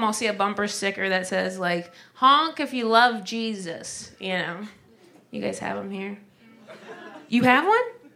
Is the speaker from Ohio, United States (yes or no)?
yes; Ohio, United States; Whenever I'm home in Ohio, I'm from Ohio, so it's shocking.